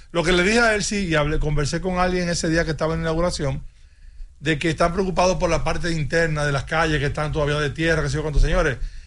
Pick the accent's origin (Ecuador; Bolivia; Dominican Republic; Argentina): Dominican Republic; somos responsables como dominicanos